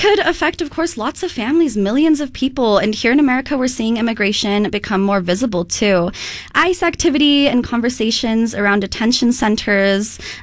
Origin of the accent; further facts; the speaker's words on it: Utah, United States; growing up in Utah